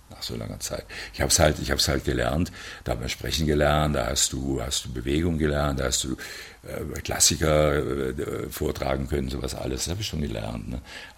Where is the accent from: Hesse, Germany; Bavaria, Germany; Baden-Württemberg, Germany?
Baden-Württemberg, Germany; Stuttgart; ich bin Stuttgarter